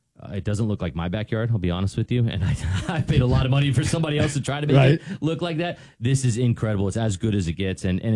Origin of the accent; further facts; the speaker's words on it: Dallas, Texas, United States; I'm from Dallas, Texas.